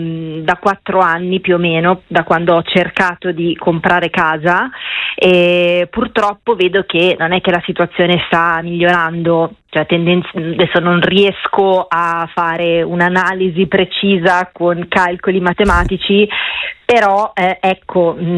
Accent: Milan, Lombardy, Italy; No, io sono di Milano da 2 generazioni.

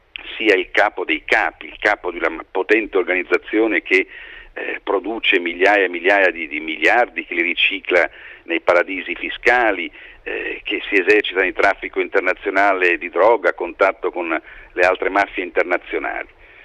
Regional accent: Milan, Lombardy, Italy; da milanese, quindi un po' scettico

